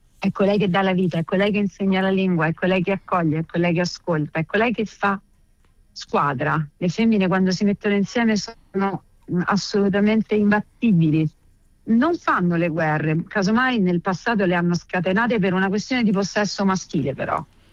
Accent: Rome, Lazio, Italy

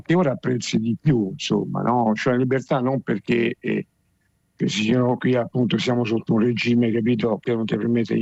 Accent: Pescara, Abruzzo, Italy; io che sono nato a Pescara, quindi, anzi sono nato proprio sul mare

